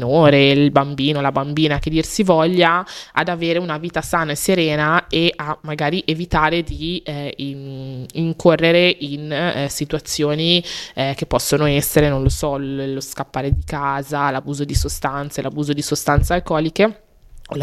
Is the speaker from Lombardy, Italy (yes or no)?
yes; Cremona, Lombardy, Italy; born there; io sono nata a Cremona nel 1995